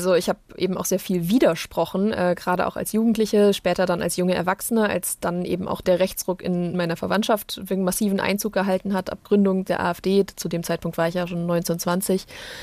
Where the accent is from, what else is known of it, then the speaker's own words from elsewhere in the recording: Germany; also born or lived in Osnabrück; In so einer alteingesessenen CDU-Familie, in einem kleineren Ort eben. Sehr, sehr westdeutsch auch. Also ich bin relativ nah der niederländischen Grenze groß geworden und ja, habe da so meine Kindheit und Jugend verbracht.